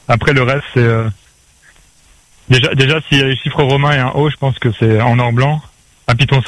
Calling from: Réunion; Moi, je suis réunionnais depuis Marmain.

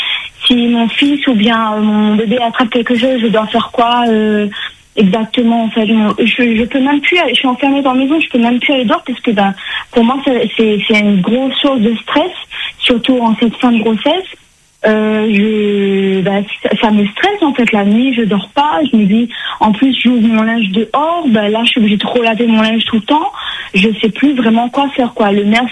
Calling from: L'Étang-Salé, Réunion; moi j'habite à l'Étang-Salé.

